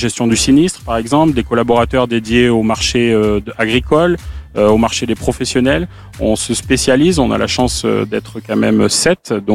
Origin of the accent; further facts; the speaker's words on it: Aurillac, Auvergne-Rhône-Alpes, France; Donc, je suis originaire du Cantal. J'ai grandi en plus juste au-dessus.